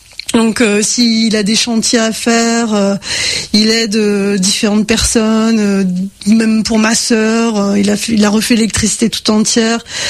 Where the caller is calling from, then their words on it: Occitanie, France; je suis en Haute-Garonne, donc proche de la frontière espagnole